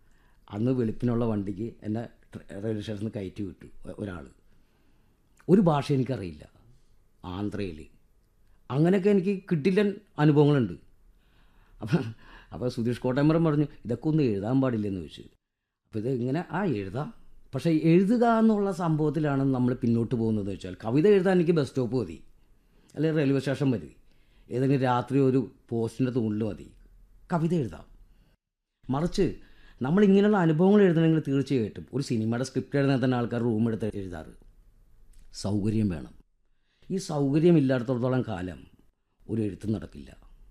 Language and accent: Malayalam; Kerala, India; നിങ്ങളെവിടെ നിന്ന് വരുന്നു? ഞാൻ പറഞ്ഞു, കേരള.